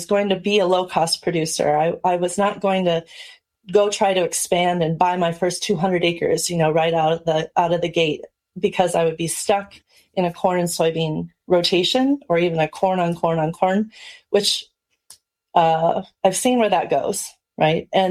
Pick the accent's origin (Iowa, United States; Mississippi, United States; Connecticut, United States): Iowa, United States; Charles City; moved away as an adult; I grew up here in Charles City, Iowa. We're in Northeast Iowa. For 18 years, came back 18 years later